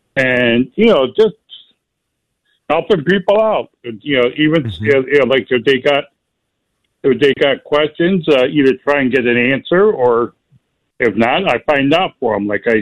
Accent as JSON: {"language": "English", "region": "Ohio", "country": "United States", "tie": "born or raised there", "said": "I was born and raised in Ohio."}